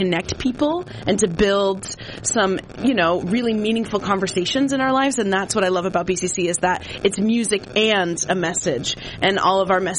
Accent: New Hampshire, United States; moved away as an adult; now in Boston, United States; I am also originally from New Hampshire and moved to Boston for grad school in 2019.

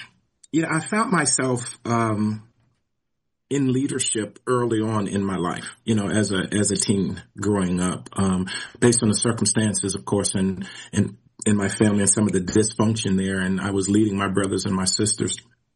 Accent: Forestville, Maryland, United States; accent: Maryland; also born or lived in Illinois; Yeah, I grew up in Maryland, so you may hear a little bit of a Maryland kind of accent. Washington, D.C. area is where I grew up. I was born in Illinois

